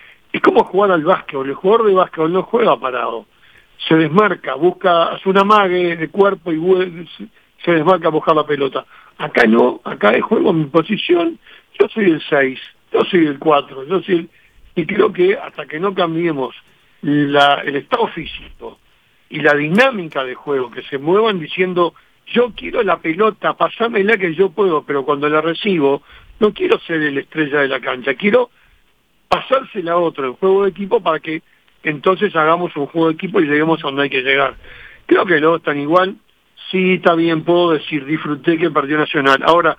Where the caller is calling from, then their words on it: Los Cerrillos, Canelones, Uruguay; de Los Cerrillos.